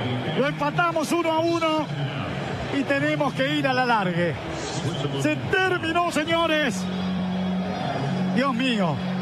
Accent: Argentina; Somos argentinos y nacimos para sufrir, ¿eh?

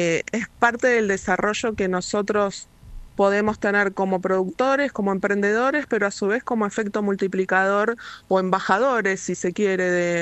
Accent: Lago Puelo, Chubut, Argentina; yo soy de Lago Pueblo

